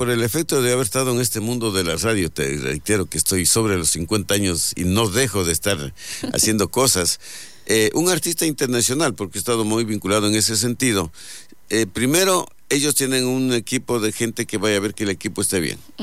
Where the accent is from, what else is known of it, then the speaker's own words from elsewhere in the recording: Lago Agrio, Sucumbíos, Ecuador; soy del Aguario